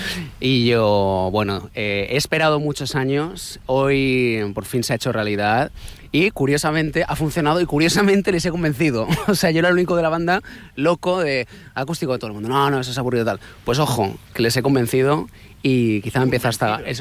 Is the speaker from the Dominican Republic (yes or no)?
no; Valencia, Valencian Community, Spain; Bueno, venimos de Valencia, la sobremesa ahí, pues después de la paella, ya sabes